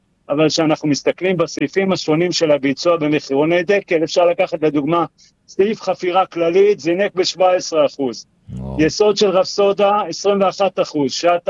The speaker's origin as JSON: {"language": "Hebrew", "town": "Haifa", "region": "Haifa District", "country": "Israel", "tie": "born or raised there", "said": "אני יליד חיפה"}